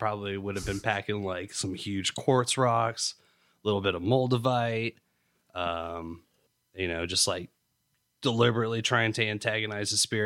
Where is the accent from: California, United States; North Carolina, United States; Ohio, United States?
North Carolina, United States; You know, I'm from North Carolina originally.